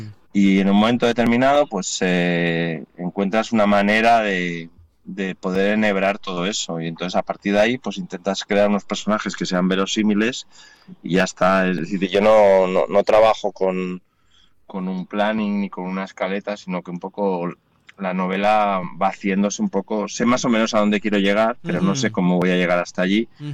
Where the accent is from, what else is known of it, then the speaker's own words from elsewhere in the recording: Barcelona, Catalonia, Spain; yo hablo de Barcelona porque es mi ciudad, yo he nacido aquí, mis padres nacieron aquí, mis abuelos, parte de ellos, nacieron aquí y es la ciudad que yo entiendo por cómo se relaciona la gente